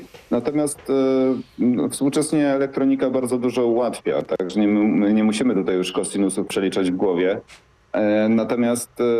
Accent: Gliwice, Silesian Voivodeship, Poland; ja się wychowywałem na lotnisku, bo mój tata latał od dziecka mojego. Ja się wychowywałem jedząc piasek na lotnisku w Gliwicach pod samolotu

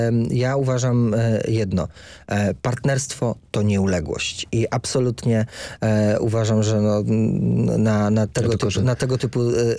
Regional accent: Tomaszów Mazowiecki, Łódź Voivodeship, Poland; also born or lived in Piotrków Trybunalski; bo ja nie jestem z Warszawy, z poziomu mojego Tomaszowa Mazowieckiego czy Piotrka Trybunalskiego

